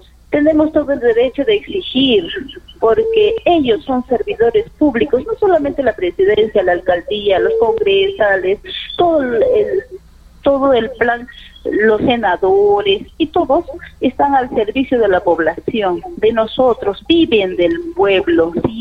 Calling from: Arequipa, Peru; Como arequipeña

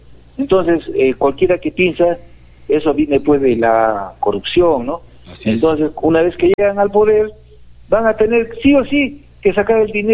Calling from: Cerro Colorado, Arequipa, Peru; Soy poblador de Cerro Colorado

